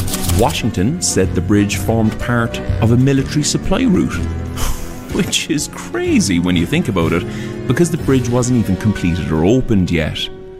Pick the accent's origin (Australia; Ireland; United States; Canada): Ireland; Cork, Munster; I'm a comedian from Cork.